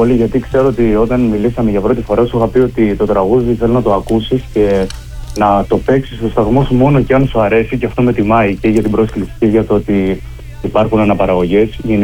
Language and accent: Greek; Mytilene, North Aegean, Greece; moved away as an adult; now in Athens, Greece; μεγάλωσα στην Μυτιλήνη, οπότε ήρθα στην Αθήνα για σπουδές οικονομικά